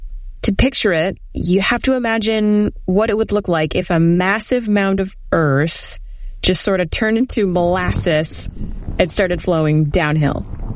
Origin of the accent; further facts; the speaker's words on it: Canada; I'm going to say meters because I'm Canadian.